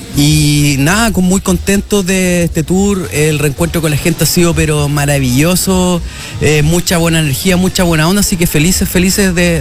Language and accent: Spanish; Chile; accent: Chilean; moved away as an adult; now in Mexico; yo llevo 15 años en México, pero todos los años vengo a mi país, o sea, a hacer tour, gire, qué sé yo, entonces tampoco es como que me fui, de hecho, fíjate, no tengo ni acento ni nada. El chileno todavía lo tengo.